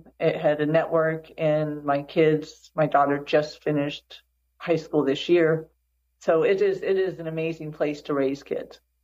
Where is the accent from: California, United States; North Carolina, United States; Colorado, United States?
Colorado, United States; also born or lived in Ohio, United States / Germany; now in Illinois, United States; Before coming to Illinois, I grew up primarily in Colorado, but I graduated high school near Cincinnati